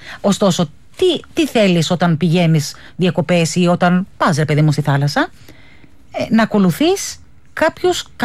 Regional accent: Mytilene, North Aegean, Greece; Και εγώ, που είμαι από τη Μυτιλήνη

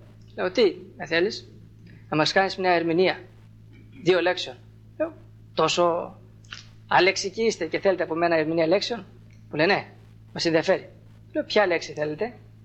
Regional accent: Thessaly, Greece

